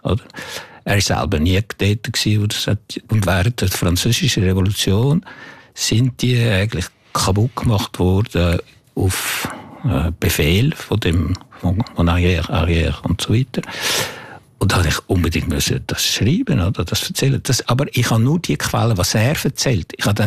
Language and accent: German; Jura, Switzerland; ich bin von da, ich bin im Jura aufgewachsen, ich bin ein Freund vom Zürichsee oder vom Genfersee und ich gehe gerne in den Alpen wandern.